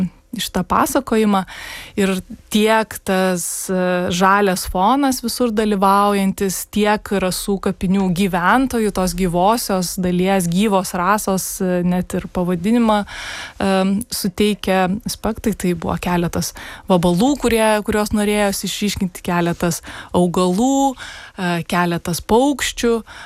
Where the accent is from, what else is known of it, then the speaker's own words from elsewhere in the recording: Kaunas, Kaunas County, Lithuania; Nes aš nesu iš Vilniaus, aš esu iš Kauno